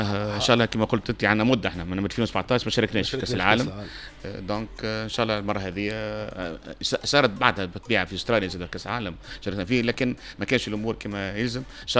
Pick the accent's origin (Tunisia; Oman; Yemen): Tunisia; هذه المشكله اللي حق اللي قايم عندنا في تونس،